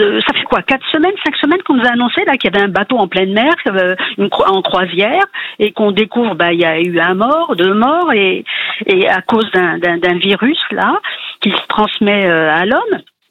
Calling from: Courbevoie, Île-de-France, France; De Courbevoie.

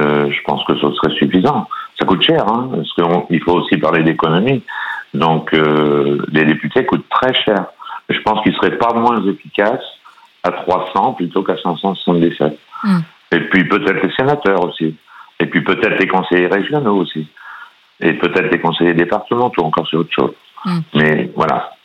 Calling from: Poitiers, Nouvelle-Aquitaine, France; J'appelle de Poitiers.

